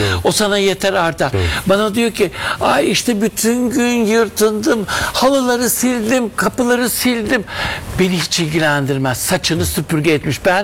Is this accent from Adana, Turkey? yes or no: no; Istanbul, Turkey; Tabii öyle Anadolu'da falan değil de İstanbul'da doğdum büyüdüm. Evet. Levent ve Beylerbeyi arasında ve Mecidiyeköy. Gittik geldiğimiz alanlarda her yerde yeşil vardı.